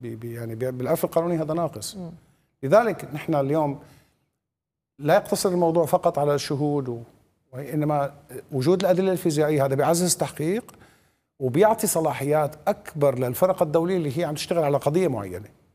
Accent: Syria; بيننا نحن كسوريين

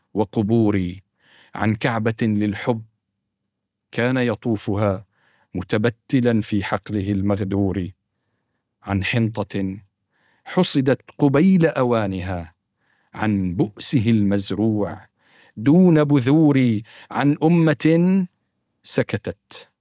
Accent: Syria

